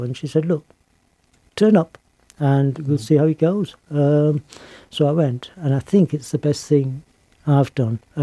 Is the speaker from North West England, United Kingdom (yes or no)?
yes; North West England, United Kingdom; moved away; And I grew up in Lancashire.